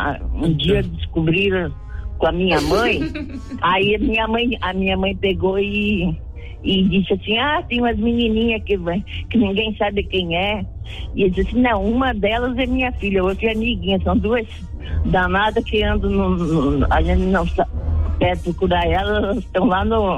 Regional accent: Curitiba, Paraná, Brazil; now in São Paulo, Brazil; eu sou de Curitiba. Eu que moro aqui em São Paulo agora, mas eu era de Curitiba.

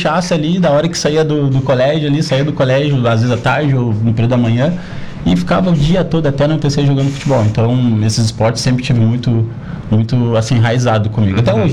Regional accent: Rio Grande, Rio Grande do Sul, Brazil; moved away as an adult; also born or lived in Florianópolis; now in Araranguá, Brazil; Eu sou natural do Rio Grande, tá? Da cidade do Rio Grande mesmo, certo? Mas já estou aqui na região de Santa Catarina.

